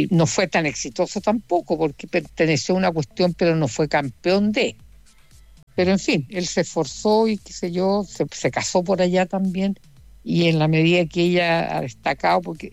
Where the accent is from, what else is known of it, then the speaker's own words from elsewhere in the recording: Chile; los chilenos